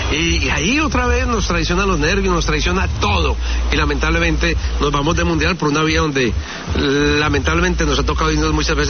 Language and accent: Spanish; Colombia; yo como colombiano